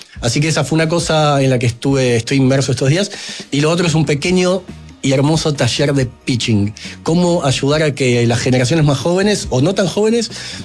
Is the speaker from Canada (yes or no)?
no; Argentina; yo soy de Argentina